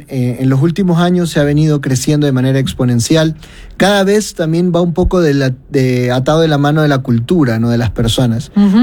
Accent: Guayaquil, Guayas, Ecuador; como somos de Guayaquil, vamos a hacer en Guayaquil

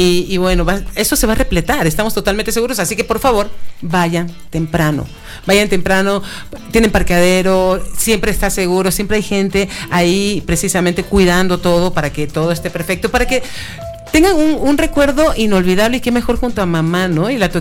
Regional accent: Manta, Manabí, Ecuador; born there; Yo hice mi adolescencia en Manta, estuvimos allá en Manta

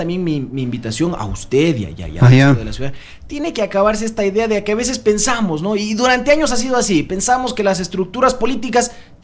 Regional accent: Loja, Ecuador

